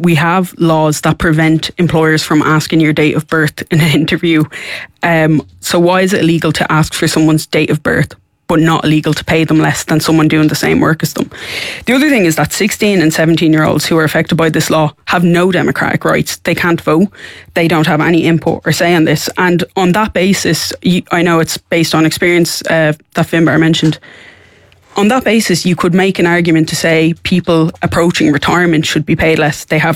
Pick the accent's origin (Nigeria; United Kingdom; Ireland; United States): Ireland; Dublin, Leinster; I'm from Coolock